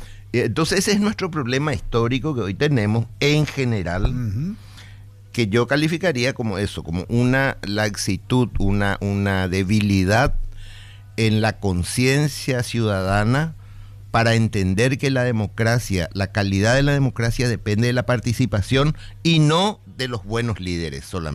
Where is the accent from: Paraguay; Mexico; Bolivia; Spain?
Paraguay